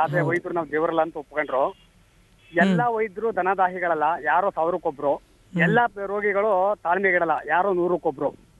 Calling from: Nandigudi, Karnataka, India; ಮಾತಾಡ್ತಾ ಇದ್ದೀನಿ.

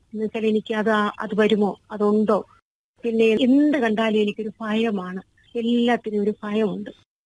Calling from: Karamana, Kerala, India; ഞാൻ കരമനയിൽ നിന്നാണ് വിളിക്കുന്നത്.

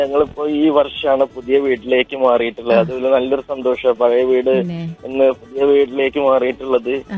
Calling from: Kollampadi, Kerala, India; മലപ്പുറം ജില്ലയിലെ അരീക്കോടിനടുത്ത് കൊല്ലമ്പടി.

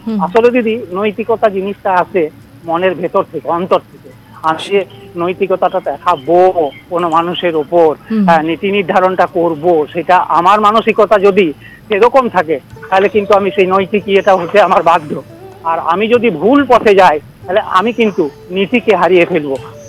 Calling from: Dubrajpur, West Bengal, India; হ্যাঁ, আমি পশ্চিমবঙ্গের বীরভূম জেলার দুবরাজপুর থেকে … কথা বলছি দিদি।

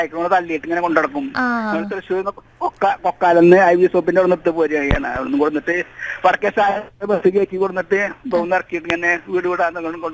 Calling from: Pattolikkavu, Kerala, India; പട്ടോളിക്കാവ് K K പാലം.

